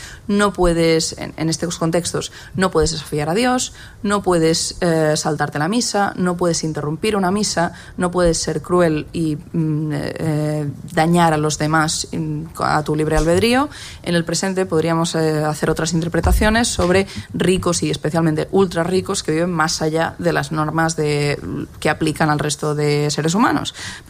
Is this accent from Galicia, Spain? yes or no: no; Valencia, Valencian Community, Spain; born there; pero yo nací en Valencia y mi pueblo está en el norte de Burgos.